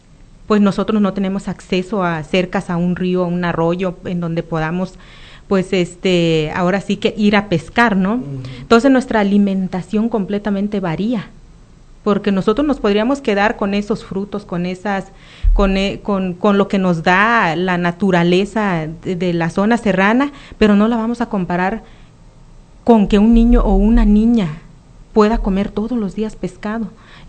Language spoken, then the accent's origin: Spanish; Nayarit, Mexico; somos del municipio del Nayar, yo en lo personal del municipio del Nayar, y mi familia, mis hijos, pues de acá de la presa de Aguamilpa